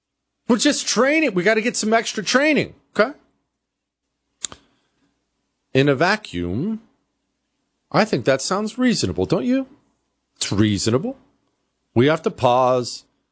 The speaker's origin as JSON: {"language": "English", "region": "Oklahoma", "country": "United States", "said": "I'm from Oklahoma."}